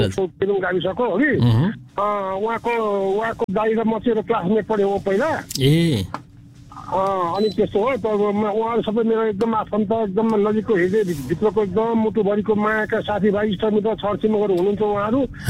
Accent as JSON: {"language": "Nepali", "area": "Okhaldhunga", "region": "Koshi Province", "country": "Nepal", "tie": "born there", "moved": "yes", "lives_now": "Bhaktapur, Nepal", "said": "अथवा ओखलडुङ्गा भक्तपुरको तर्फबाट"}